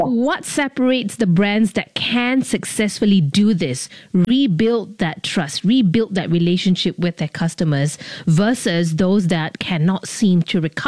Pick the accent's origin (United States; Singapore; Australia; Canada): Singapore; Sounds like all my exes will totally agree that I am very Singaporean in that respect.